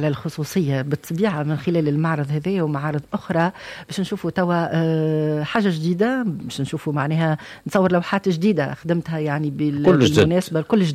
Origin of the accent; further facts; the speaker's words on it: Tunisia; تتعمق في تراثنا وموروثنا التونسي